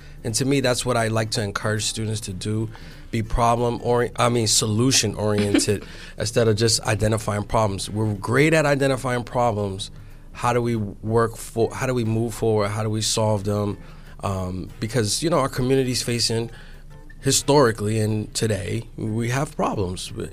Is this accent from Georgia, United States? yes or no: no; Boston, Massachusetts, United States